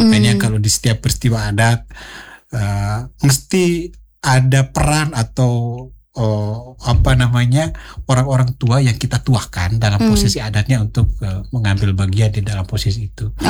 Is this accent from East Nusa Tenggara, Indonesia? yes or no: yes; East Nusa Tenggara, Indonesia; now in Kupang, Indonesia; dalam budaya kita orang Lam Holot.